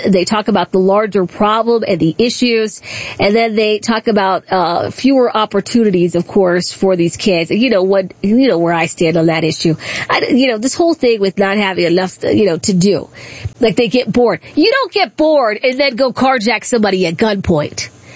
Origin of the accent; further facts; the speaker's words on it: Accokeek, Maryland, United States; I grew up in Accokeek, Maryland.